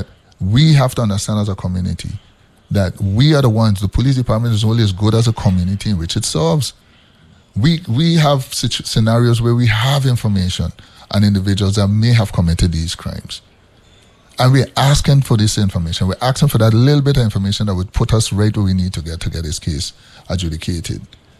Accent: U.S. Virgin Islands; we had community watches in the community in which I grew up in St. Thomas.

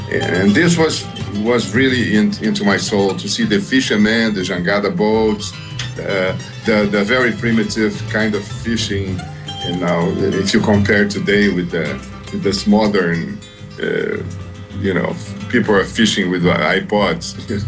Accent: Rio de Janeiro, Brazil; My father is from Bahia. We are all from Rio de Janeiro. And my mother is from Minas Gerais

